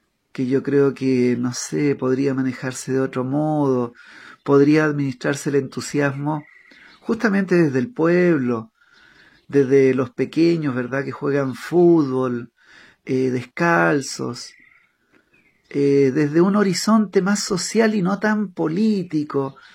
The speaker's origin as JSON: {"language": "Spanish", "country": "Chile", "moved": "as an adult", "lives_now": "Paraguay", "said": "yo soy chileno, pero no me digan chileno a secas, porque yo llevo 14 años viviendo en Paraguay"}